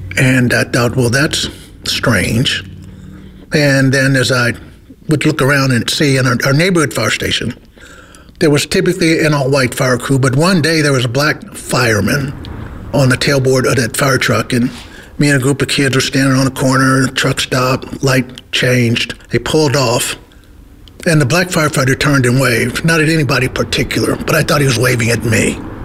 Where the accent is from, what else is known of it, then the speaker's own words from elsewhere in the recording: Kansas City, United States; And I grew up in Kansas City